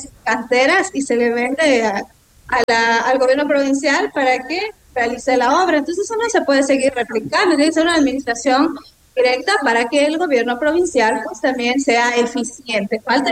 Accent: Espíndola, Loja, Ecuador; yo soy de Espíndola.

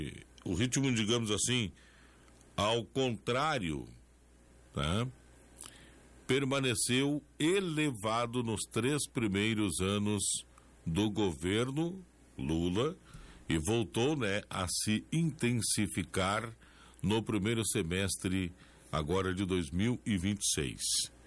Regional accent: Brazil; Isso é aqui no Brasil, tchê. É aqui no nosso país

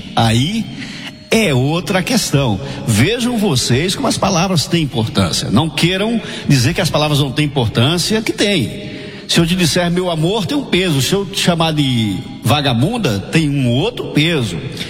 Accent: Bahia, Brazil; No Nordeste, no meu Nordeste, porque vocês sabem que eu sou nordestino, eu sou baiano

